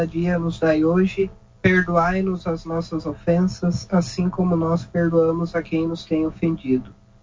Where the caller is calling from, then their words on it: Porangaba, São Paulo, Brazil; Sou de Porangaba, diocese de Itapetininga.